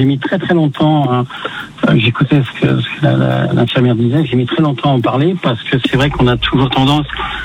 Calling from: Lyon, Auvergne-Rhône-Alpes, France; je suis lyonnais

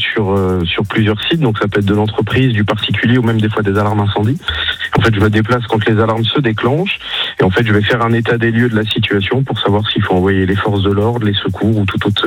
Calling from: Metz, Grand Est, France; Je vous appelle de Metz

